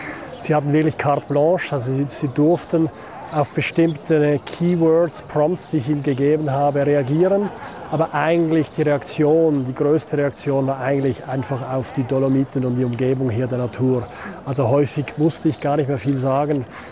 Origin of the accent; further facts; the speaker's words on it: Switzerland; Also auch für mich als Schweizer, wo nur ein paar hundert Kilometer neben dran wohnt